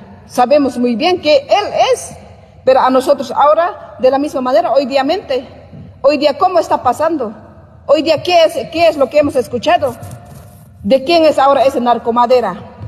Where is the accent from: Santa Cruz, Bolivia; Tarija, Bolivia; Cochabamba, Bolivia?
Cochabamba, Bolivia; nosotros somos del Trópico de Cochabamba productores